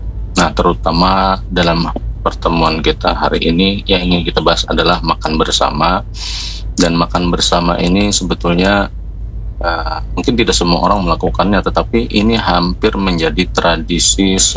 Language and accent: Indonesian; South Kalimantan, Indonesia; kalau kita orang Banjar terutama, ini juga sudah menjadi tradisi bahwa saat makan itu kita seringkali terutama di dalam rumah itu budaya atau tradisi makan bersama ini masih lestari hingga saat ini